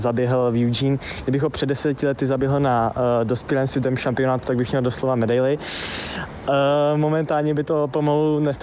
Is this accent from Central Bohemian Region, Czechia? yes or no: no; České Budějovice, South Bohemian Region, Czechia; Já jsem z Českých Budějovic